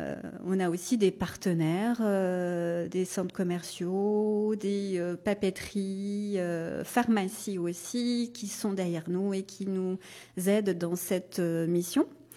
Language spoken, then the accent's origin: French; Saint-Joseph, Réunion, France; je suis originaire de Saint-Joseph. Je suis maman de deux enfants. Je suis enseignante. Donc, je travaille à Saint-Pierre.